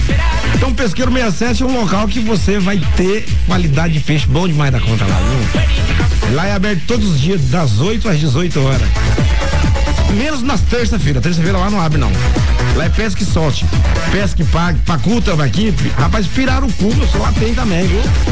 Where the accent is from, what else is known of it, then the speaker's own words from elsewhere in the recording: Mato Grosso do Sul, Brazil; also born or lived in Brasilândia; Eu sou pantaneiro, nasci no Pantanal. Nasci no Pantanal ou não? Eu nasci lá pro lado de Brasilândia, fui me criado no Pantanal.